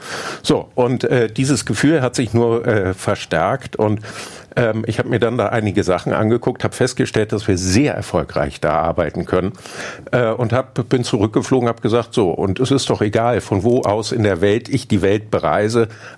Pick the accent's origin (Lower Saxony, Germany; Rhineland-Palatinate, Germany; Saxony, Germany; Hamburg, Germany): Hamburg, Germany; moved away as an adult; also born or lived in Argentina; Ich bin Hamburger. Wir haben einige Jahre im Ausland gelebt. Ich hatte das große Glück, 5 Jahre mit meiner Partnerin in Argentinien leben und arbeiten zu dürfen. Aber irgendwie hat uns Hamburg immer wieder zurückgezogen.